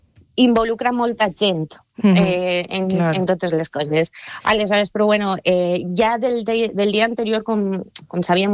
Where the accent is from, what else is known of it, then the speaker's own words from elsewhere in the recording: Gandia, Valencian Community, Spain; a mi com a gandiana